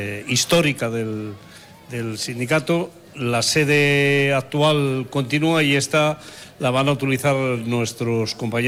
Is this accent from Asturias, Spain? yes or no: yes; Asturias, Spain; Yo soy de Asturias